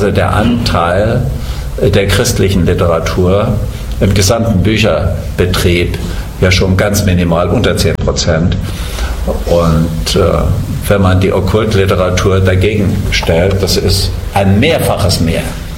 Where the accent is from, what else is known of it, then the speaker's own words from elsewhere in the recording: East Germany, Germany; Ich bin ja nun in der Ex-DDR aufgewachsen und ich habe noch die ganzen Bilder vor mir von Stalin, von Lenin, von Marx und Engels, diese Köpfe, ja, die hat man ja an jeder Ecke gesehen.